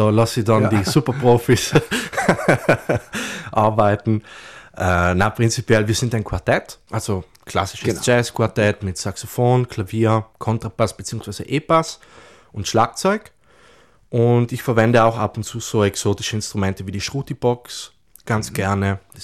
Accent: Wolfsgruben, South Tyrol, Italy; Also es sind da eigentlich sehr viele Naturbilder drin, die ich aus meinem Heimatort genommen habe, weil Wolfsgrubner ist für mich immer noch prägend.

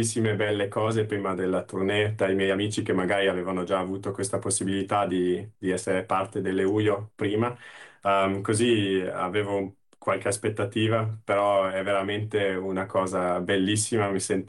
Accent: Ortisei, Trentino-Alto Adige, Italy; moved away as an adult; now in Vienna, Austria; Sono di Ortisei

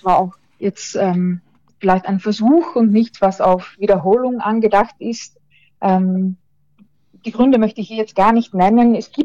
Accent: Trentino-Alto Adige, Italy; in Südtirol oder als Südtiroler

